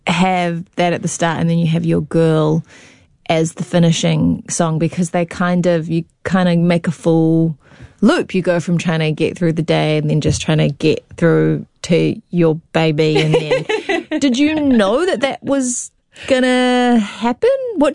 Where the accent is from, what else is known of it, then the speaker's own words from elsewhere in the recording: Raglan, Waikato, New Zealand; you've got a show in my hometown, in Raglan.